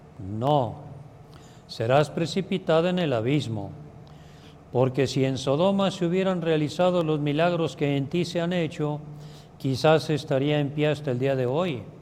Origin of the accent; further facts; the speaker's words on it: Guadalajara, Jalisco, Mexico; pues ya llegué aquí a mi tierra, Guadalajara, soy de aquí, integrado al clero de Guadalajara